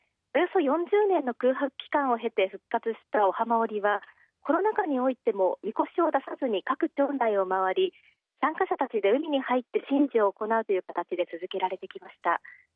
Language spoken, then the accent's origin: Japanese; Chiba, Japan; born there; 私は中学生の頃から千葉市で育ちましたが